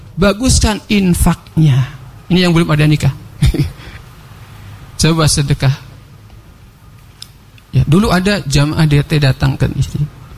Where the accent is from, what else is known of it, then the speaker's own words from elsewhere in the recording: Indramayu, West Java, Indonesia; moved away; Walaupun saya orang Indramayu, dapat beasiswa orang Bandung gitu ya